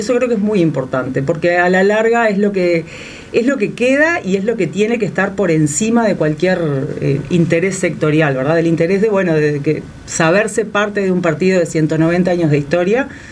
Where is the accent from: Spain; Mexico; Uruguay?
Uruguay; como una uruguaya común y corriente